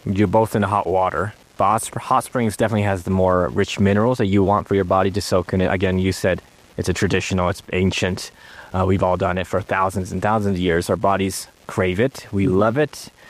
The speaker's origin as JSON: {"language": "English", "country": "Japan", "moved": "yes", "said": "I'm from Japan"}